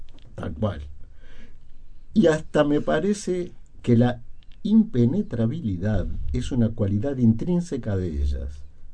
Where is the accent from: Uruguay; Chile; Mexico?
Uruguay; en Uruguay, todos somos uruguayos